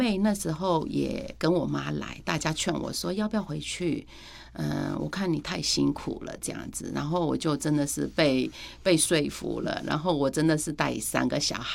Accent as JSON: {"language": "Chinese", "country": "Myanmar", "moved": "yes", "lives_now": "Taiwan", "said": "我一直都是说我是缅甸人。"}